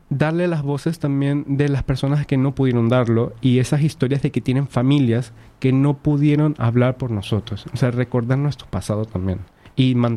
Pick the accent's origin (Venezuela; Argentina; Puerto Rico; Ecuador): Venezuela; San Cristóbal, Táchira; moved away as an adult; irme a mis raíces, o sea, ir otra vez a Venezuela, a San Cristóbal, al Táchira.